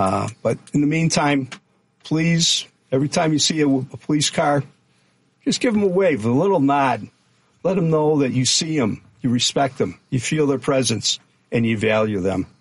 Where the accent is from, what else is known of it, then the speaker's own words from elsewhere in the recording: Chicago, Illinois, United States; my childhood in Chicago